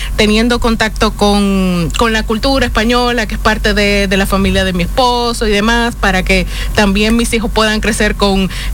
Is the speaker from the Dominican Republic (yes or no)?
yes; Santo Domingo, Dominican Republic; moved away as an adult; now in Madrid, Spain; soy una dominicana.